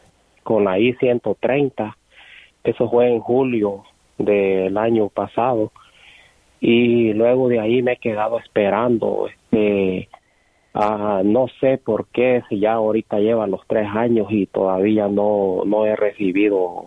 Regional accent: El Salvador; now in United States; Bueno, todavía tengo el TPS, soy de El Salvador y entré con el parol

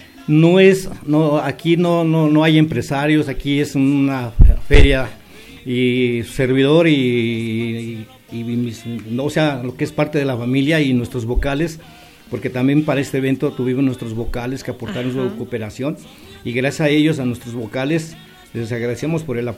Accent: San Miguel Contla, Tlaxcala, Mexico; de mi pueblo, de allá de uh-huh. San Miguel Contla.

